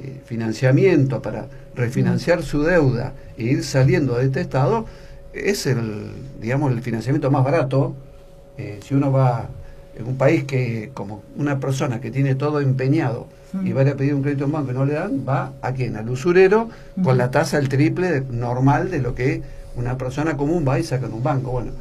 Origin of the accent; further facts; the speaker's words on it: Argentina; todos conocemos como argentinos